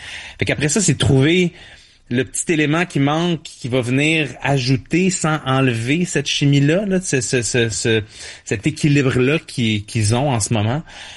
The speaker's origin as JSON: {"language": "French", "town": "Montreal", "region": "Quebec", "country": "Canada", "tie": "born there", "said": "Ben moi je suis né à Montréal, fait que j'étais un peu brainwashed."}